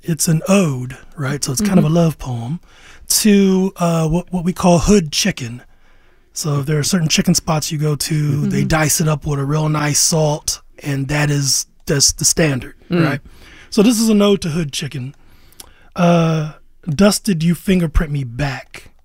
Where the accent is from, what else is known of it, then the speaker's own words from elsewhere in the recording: Columbus, Ohio, United States; Growing up on the South Side.